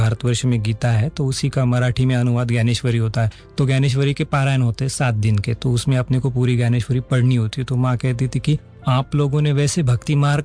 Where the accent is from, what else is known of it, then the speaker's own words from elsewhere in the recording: Kopargaon, Maharashtra, India; also born or lived in Nashik, India; मेरी पढ़ाई पूरी हुई अहमदनगर डिस्ट्रिक्ट महाराष्ट्र में, कोपरगाँव करके एक तहसील है, तो वहाँ पे हमारे पिताजी जॉब करते थे, तो वहीं पे हमारी पढ़ाई शुरू से लेके आखिर तक सब कुछ वही हुई। बचपन भी कोपरगाँव एक छोटा तहसील है